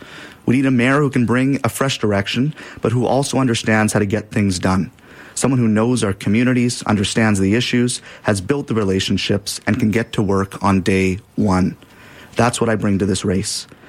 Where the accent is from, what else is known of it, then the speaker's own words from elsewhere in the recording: Delta, British Columbia, Canada; Delta's my home. I grew up in Delta, learned what the community really means, and now my wife Katie and I are raising our kids here.